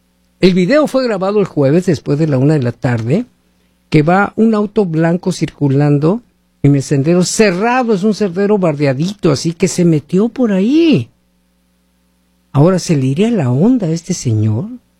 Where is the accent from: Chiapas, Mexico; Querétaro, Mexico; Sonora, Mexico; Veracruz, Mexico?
Sonora, Mexico; Hermosillo; moved away; iba a estar en Hermosillo, Sonora, México, mi tierra